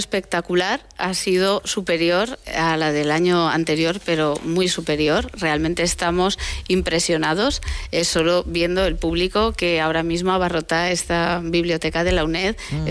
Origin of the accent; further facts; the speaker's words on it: Aragon, Spain; now in Barbastro, Spain; que yo vivo en Barbastro, pero procedo de la Ribagorza, de esos pequeños pueblos, de esas casas que te he comentado